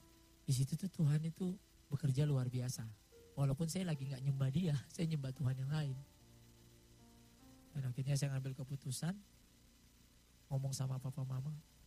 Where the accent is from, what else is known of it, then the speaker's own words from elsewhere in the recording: East Java, Indonesia; also born or lived in Makassar; tahun 2002 kami pindah ke Surabaya. Karena saya sebenarnya besar di Jawa Timur.